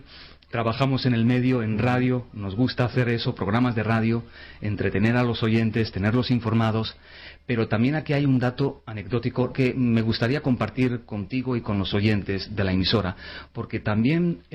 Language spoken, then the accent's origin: Spanish; Barcelona, Catalonia, Spain; born there; moved away; estamos una vez más aquí en Barcelona. Un dato personal, es mi ciudad natal